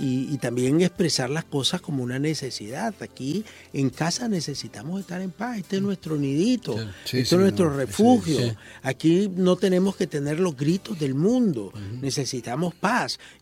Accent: Nicaragua; born there; yo soy nacido también en Nicaragua

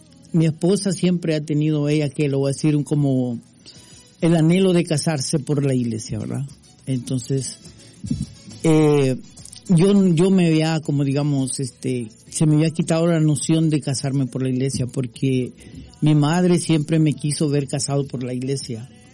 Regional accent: El Salvador; now in Washington, United States; soy de El Salvador.

